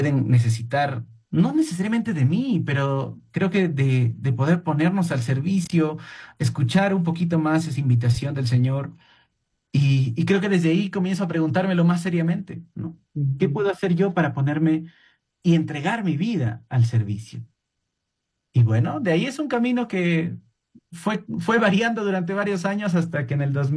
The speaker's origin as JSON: {"language": "Spanish", "region": "Arequipa", "country": "Peru", "tie": "born there", "moved": "yes", "said": "yo soy exalumno jesuita del Colegio San José de Arequipa"}